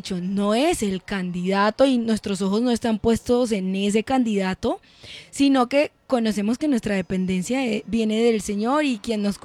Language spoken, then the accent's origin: Spanish; Colombia; somos todos colombianos, vivimos en Colombia